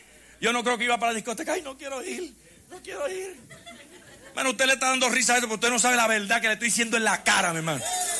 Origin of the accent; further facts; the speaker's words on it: Puerto Rico; Yo soy puertorriqueño, sopórteme.